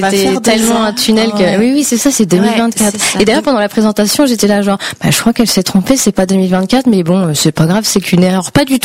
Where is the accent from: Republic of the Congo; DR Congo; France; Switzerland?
France; Île-de-France; born there; Moi, je suis née en Île-de-France dans le 94. Mais vu qu'on a beaucoup déménagé de par le métier de mon papa, mes racines et mes ressources, ça a toujours été là-bas.